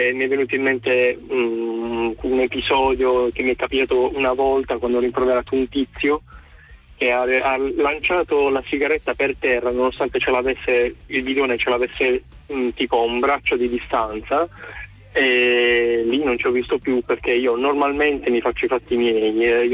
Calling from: Bari, Apulia, Italy; chiamo da Bari, sono un ventottenne e faccio l'informatico nella vita.

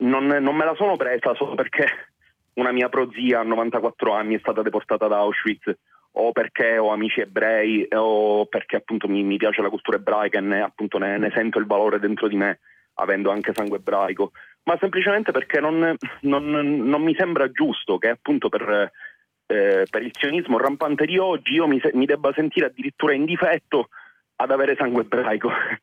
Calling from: Palermo, Sicily, Italy; io appunto sono di Palermo

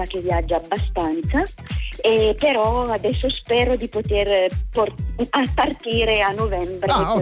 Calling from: Fossano, Piedmont, Italy; Io chiamo dalla città di Fossano, in provincia di Cuneo.

